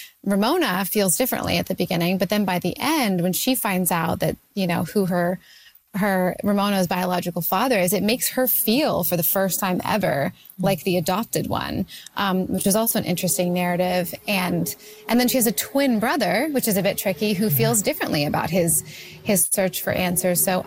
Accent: Canada; I was just always trying to set things in Canada. about Canadians because I'm Canadian and like, why not?

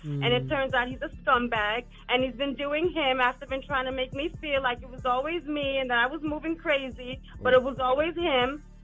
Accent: New York, United States; Well, I was calling from Brooklyn. I'm leaving Brooklyn. I'm from Long Island. I don't even do Brooklyn.

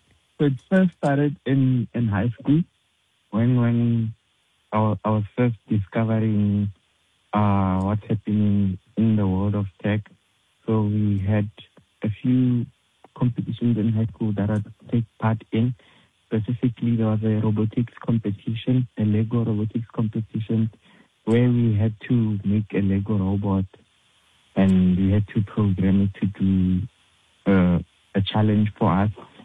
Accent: Pretoria, Gauteng, South Africa; moved away as an adult; now in Johannesburg, South Africa; I'm from Pretoria originally, but I go to school at Wits. That's where I'm currently based.

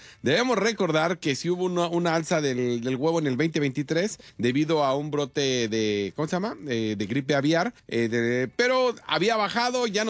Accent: Mexico; No, sí está chido. Sí está chido, porque somos mexicanos. Sí, soy mexicano

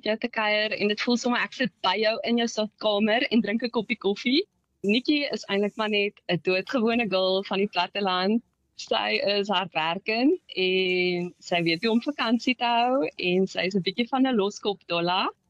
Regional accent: Kakamas, Northern Cape, South Africa; now in George, South Africa; ek is van die platteland. Ek het groot geword in Kakamas. En nou plek in George met my heel beste maat, wat ook my man is. Ons het onlangs in 'n kothuis ingetrek.

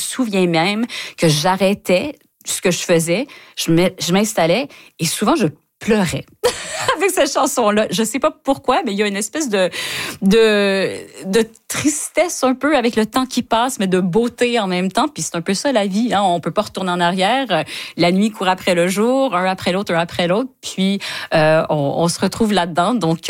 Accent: Ontario, Canada; en ayant grandi en tant que franco-ontarienne, on avait très peu de choses qui étaient faites pour nous.

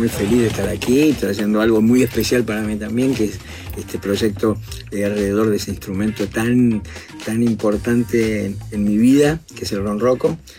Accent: Argentina; also born or lived in Mexico; now in Los Angeles, United States; hoy yo soy un latino argentino que vive en Los Ángeles, pero que ha pasado mucho tiempo también trabajando en México y en el resto de Latinoamérica también haciendo cosas. Entonces, tengo una identidad muy latinoamericana, no solamente argentina, pero tengo mi parte argentina

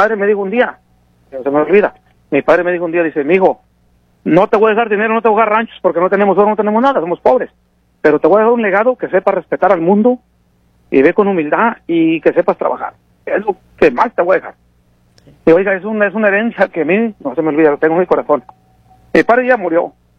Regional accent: San Juan de los Lagos, Jalisco, Mexico; yo soy ranchero jalisciense, nacido en San Juan de los Lagos, Jalisco, ranchero que todavía me la llevo con los caballos y el ganado aquí

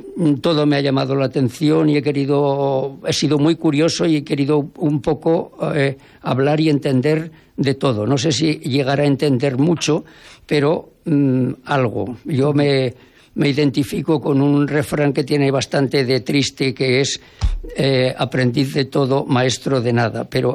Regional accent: Jaca, Aragon, Spain; viví aquí en los primeros años de mi vida y luego ya en mi juventud, en mi adolescencia, hasta que me fui a estudiar fuera de Jaca. Pero siempre he estado yendo y viniendo y siempre he tenido mi domicilio en Jaca también.

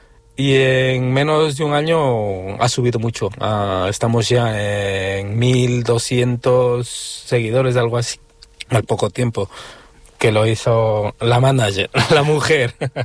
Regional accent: Ecuador; now in Spain; yo soy ecuatoriano y yo quisiese y me gustaría encontrarme con algún paisano

